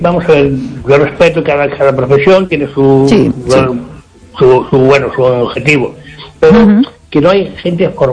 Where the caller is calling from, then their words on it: Ferrol, Galicia, Spain; aquí de Ferrol.